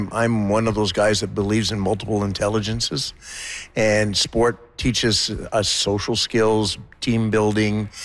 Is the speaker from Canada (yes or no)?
yes; Hay River, Northwest Territories, Canada; And I found that there was a need growing up in Hay River that, you know, I felt that we just were underserviced as youth.